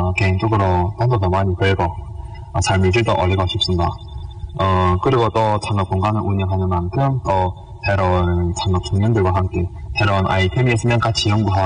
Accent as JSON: {"language": "Korean", "area": "Yanbian", "region": "Jilin", "country": "China", "tie": "born or raised there", "said": "우리 고향 연변"}